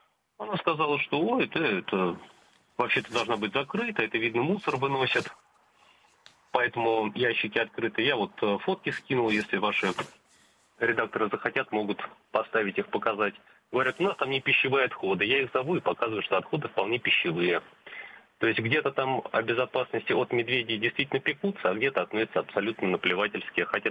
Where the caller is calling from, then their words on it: Moscow, Russia; я из Москвы.